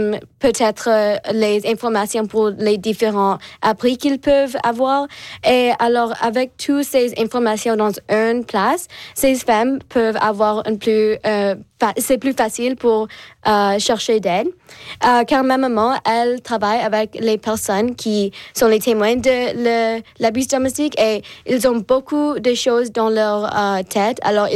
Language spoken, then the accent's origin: French; Ontario, Canada; je viens de la région du Halton